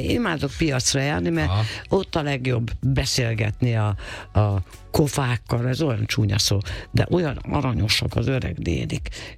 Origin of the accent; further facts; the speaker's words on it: Budapest, Hungary; moved away as an adult; én Sashalmon születtem, és ott laktam 28 évig.